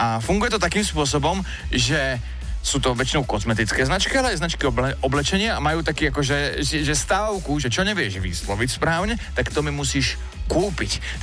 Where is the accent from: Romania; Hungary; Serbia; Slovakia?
Slovakia; Prievidza, Trenčín Region; Tak ja som z inej vrstvy, viete, ja som z Prievidze.